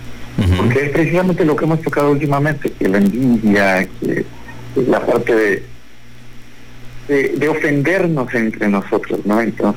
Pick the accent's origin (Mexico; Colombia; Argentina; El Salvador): Mexico; como mexicanos, como paisanos